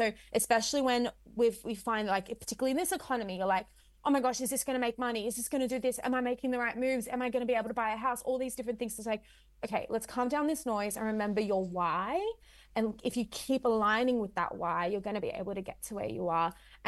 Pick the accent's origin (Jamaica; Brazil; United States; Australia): Australia; Sydney, New South Wales; Where I'm from is a large part of myself. And I tried to run from that for years. Like, I never told anyone I was from Western Sydney.